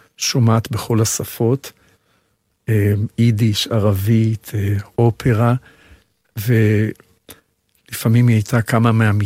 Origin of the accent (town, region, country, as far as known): Tel Aviv, Tel Aviv District, Israel; born there